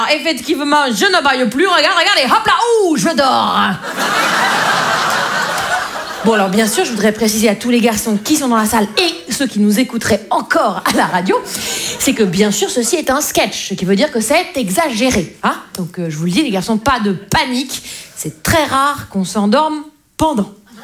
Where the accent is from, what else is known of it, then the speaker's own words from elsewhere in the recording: Grand Est, France; Je viens des Vosges. Les Vosges, vous voyez? Les Vosges, vous voyez? C'est en France, hein, vous voyez? C'est juste avant l'Ukraine, vous voyez? C'est dans l'Est